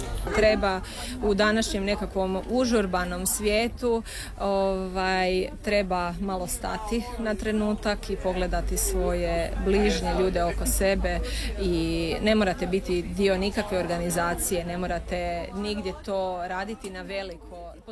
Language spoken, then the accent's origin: Croatian; Slavonia, Croatia; moved away; Iz Slavonije sam, moja obitelj je prošla rat, izbjeglištvo